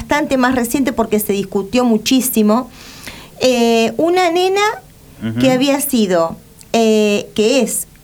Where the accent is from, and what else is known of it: Argentina